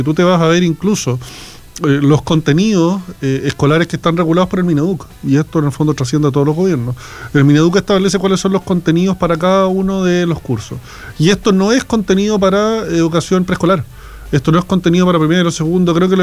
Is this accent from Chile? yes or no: yes; Chile; es una fecha que nos divide como chilenos